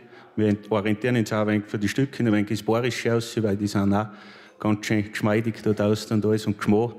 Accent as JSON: {"language": "German", "region": "Styria", "country": "Austria", "said": "wir kommen von Ausseerland"}